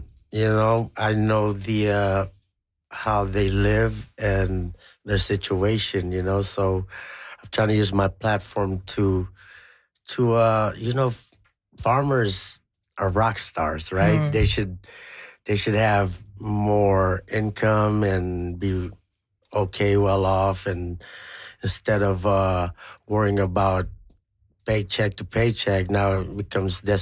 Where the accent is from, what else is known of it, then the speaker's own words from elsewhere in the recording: Philippines; Growing up in the Philippines, it's already so hard.